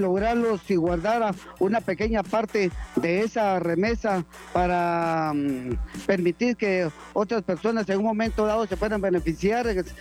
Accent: Guatemala; Son preguntas que uno nos hacemos como guatemaltecos, sabemos del esfuerzo que se hace diariamente allá en los Estados Unidos.

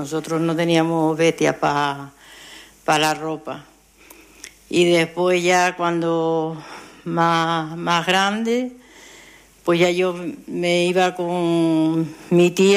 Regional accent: Valle de Tavares, Canary Islands, Spain; yo nací en el Valle Tavares, mis abuelos eran del Batán, mi padre de Taganana, y nosotros nacimos en el Valle de Tavares.

